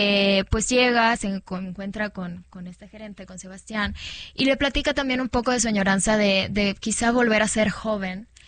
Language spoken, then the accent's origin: Spanish; Cuba; accent: Cuban; O sea, no, porque soy de Cuba, ya el internet y toda la parte tecnológica también es.